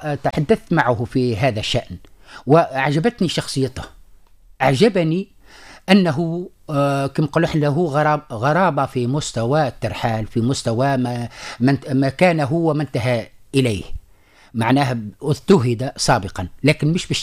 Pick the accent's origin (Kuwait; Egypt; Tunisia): Tunisia; Sahel; كلمة الحنباز عندنا في الساحل هي تعني الشوك الذي يخز